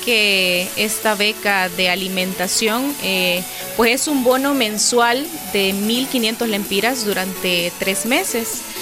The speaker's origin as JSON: {"language": "Spanish", "town": "Tegucigalpa", "region": "Francisco Morazán", "country": "Honduras", "said": "yo soy de acá, de Tegucigalpa"}